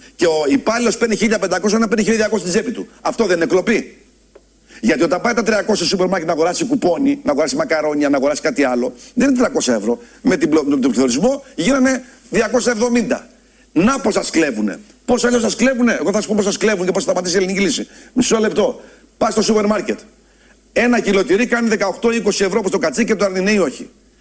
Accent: Macedonia, Greece; Πρόδωσε τη Μακεδονία, σας λέω. Mm. Πρόδωσε την πατρίδα μου.

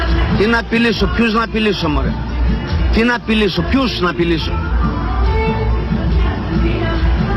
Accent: Kokkinia, Attica, Greece; Εγώ είμαι από την Κοκκινιά και έχω μεγαλώσει μέσα στα λεμονάδικα.

